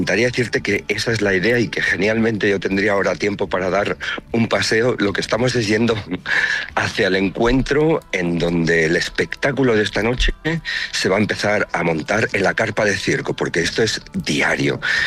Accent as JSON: {"language": "Spanish", "town": "Tortosa", "region": "Catalonia", "country": "Spain", "tie": "born there", "said": "Yo como ciudadano que nací aquí en Tortosa, todo esto empezó en el 2004."}